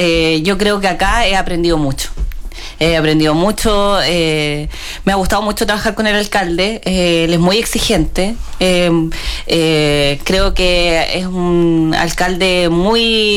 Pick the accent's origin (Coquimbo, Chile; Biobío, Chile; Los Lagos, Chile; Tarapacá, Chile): Coquimbo, Chile; Canela; also born or lived in Valparaíso; now in Illapel, Chile; Yo soy de Canela